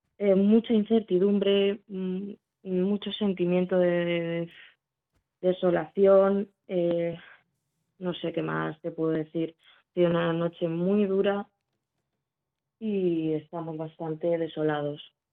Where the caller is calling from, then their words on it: La Adrada, Castile and León, Spain; en La Adrada, lo que es mi pueblo